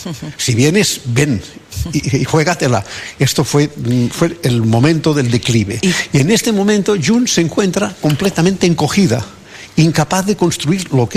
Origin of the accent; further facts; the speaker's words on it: Catalonia, Spain; yo soy ciudadano de España, pero catalán, que es